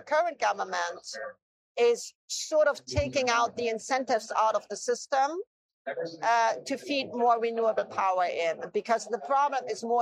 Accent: Germany; I'm from Germany, so we are a heavily industrialized country.

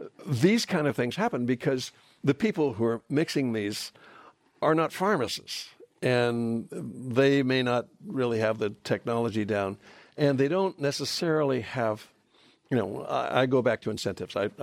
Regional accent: California, United States; I grew up in Southern California.

